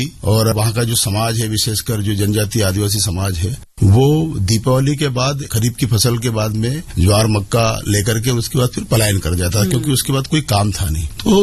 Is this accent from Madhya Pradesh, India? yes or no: yes; a small village in Rajgarh district, Madhya Pradesh, India; born there; now in Betul district, India; मैं एक ग्रामीण क्षेत्र का निवासी हूँ। मेरे जन्म जो है वो राजगढ़ जिले के छोटे से गांव में हुआ है